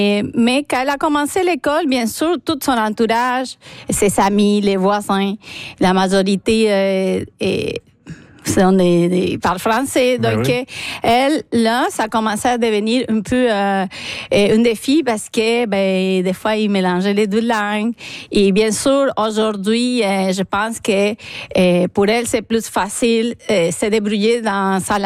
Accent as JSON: {"language": "French", "country": "Argentina", "tie": "born or raised there", "first_language": "Spanish", "second_language": "French", "moved": "as an adult", "lives_now": "Quebec, Canada", "said": "Moi, je viens de l'Argentine. Ça va faire pratiquement 12 ans que je suis ici au Québec."}